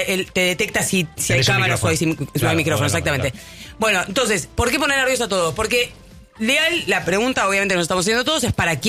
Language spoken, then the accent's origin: Spanish; Argentina